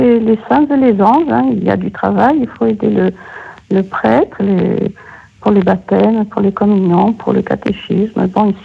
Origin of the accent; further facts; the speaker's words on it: Corsica, France; comme on disait chez nous en Corse, à church.